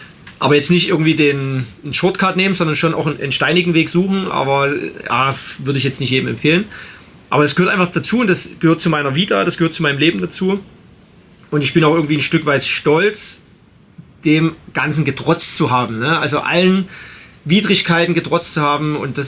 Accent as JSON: {"language": "German", "country": "Belgium", "said": "ich bin als Belgier auf Nummer 1 ins Ziel gekommen"}